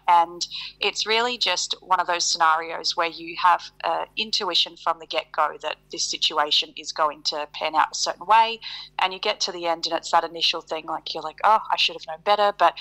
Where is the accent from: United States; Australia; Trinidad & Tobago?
Australia; Northern Territory; moved away as an adult; now in Brisbane, Australia; So I grew up in the Northern Territory up until I was 18.